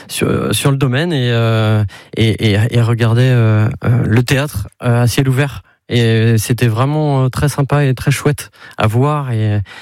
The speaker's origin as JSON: {"language": "French", "town": "Château-Gontier", "region": "Pays de la Loire", "country": "France", "tie": "born or raised there", "moved": "as an adult", "said": "nous deux, on est originaires de Château-Gontier."}